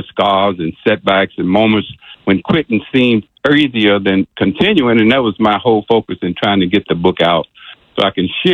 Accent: Monroe, Louisiana, United States; also born or lived in Lake Providence; life challenged me very early from a childhood growing up in Monroe, Louisiana. I actually was born in Lake Providence.

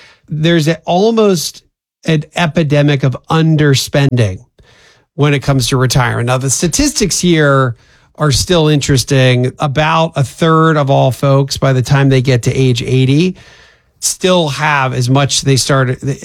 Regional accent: Pennsylvania, United States; I'm from Pennsylvania

